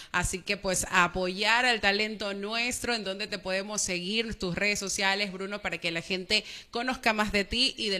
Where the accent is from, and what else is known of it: Ecuador